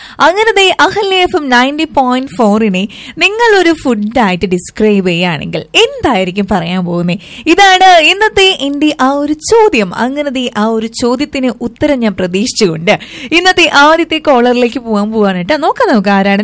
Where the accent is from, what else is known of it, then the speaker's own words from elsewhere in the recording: Thrissur, Kerala, India; ഞങ്ങൾ തൃശ്ശൂരാരെന്താ മോശ?